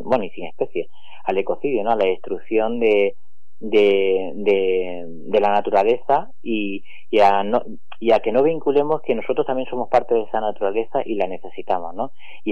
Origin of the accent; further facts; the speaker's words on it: Extremadura, Spain; now in Madrid, Spain; Yo tendría 20 y pocos años y procedo de Extremadura, aunque vivía ya en Madrid, y fue un libro tan importante que me llevó a volver a Extremadura a trabajar en una fundación dedicada al desarrollo rural